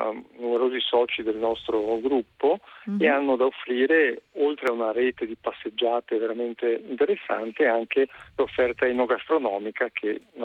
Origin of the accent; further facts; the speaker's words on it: Veneto, Italy; la mia terra, faccio questa premessa, che è l'altopiano di Asiago, in provincia di Vicenza, terra meravigliosa, verde, con tanti paesini tranquilli dove stare al fresco